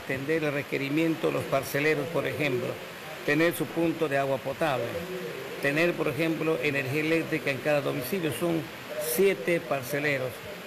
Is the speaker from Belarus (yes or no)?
no; Peru; estamos orgullosos de ser peruanos, de haber nacido en esta hermosa tierra llamada Perú.